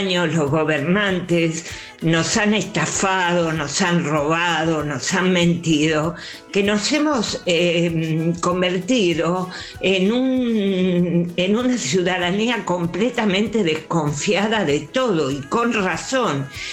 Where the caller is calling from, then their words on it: Villa Devoto, Buenos Aires, Argentina; Guada, buen día, equipo. … de Devoto